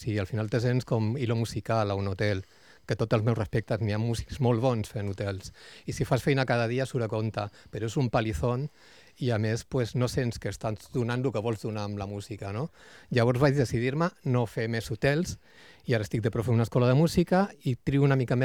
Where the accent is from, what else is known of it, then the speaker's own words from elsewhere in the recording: Barcelona, Catalonia, Spain; moved away; Jo quan vaig arribar a l'illa, jo sóc de Barcelona, porto aquí 15 anys, n'hi havia més puestos que ara.